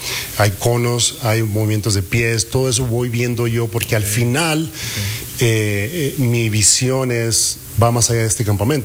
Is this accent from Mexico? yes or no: yes; Chihuahua, Mexico